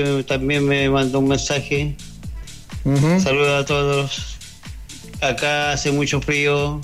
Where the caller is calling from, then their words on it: Laguna Verde, Valparaíso, Chile; acá … de Laguna Verde.